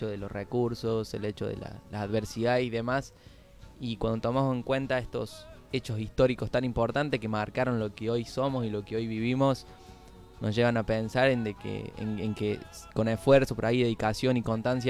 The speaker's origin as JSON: {"language": "Spanish", "country": "Argentina"}